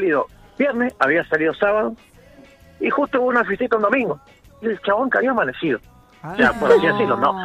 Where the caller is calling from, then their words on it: El Challao, Mendoza, Argentina; Yo ahora estoy llegando a casa acá en el Chayao.